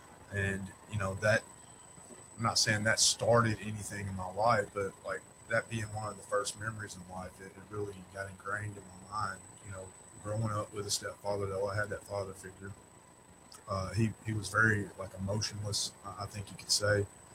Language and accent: English; Fort Ice, Arkansas, United States; So I was raised in South Arkansas, a little town called Fort Ice. Go Red Bugs.